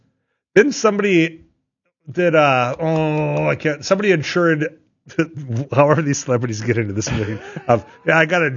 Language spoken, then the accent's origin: English; Leeds, North Dakota, United States; When people ask, hey, where are you from? And I say North Dakota. Yeah, but where? I say from the Devil's Lake area.